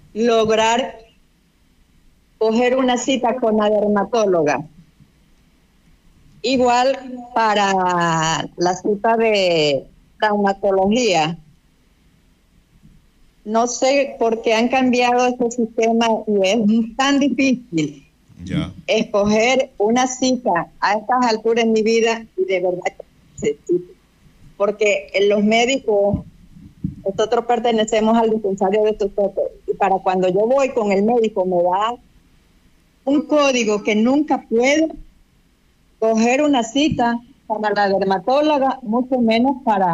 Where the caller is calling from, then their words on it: Mejía, Pichincha, Ecuador; De Mejía, la comuna Mejía.